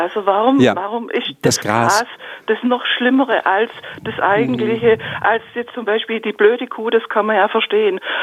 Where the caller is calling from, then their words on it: Baden-Württemberg, Germany; Ja, grüß Gott, zusammen Grüße von der Ostalb. Ich bin gerade in meiner Küche